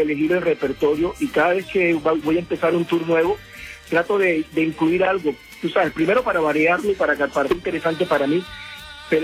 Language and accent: Spanish; Colombia; now in West Palm Beach, United States; yo vengo de Miami, bueno, West Palm Beach, que es una hora al norte de Miami, soy colombiano, pero llevo la música mexicana en el corazón.